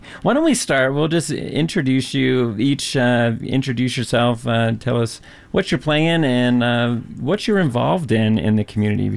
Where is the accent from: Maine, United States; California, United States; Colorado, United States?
Maine, United States; moved away; I'm from Maine originally, if people don't know.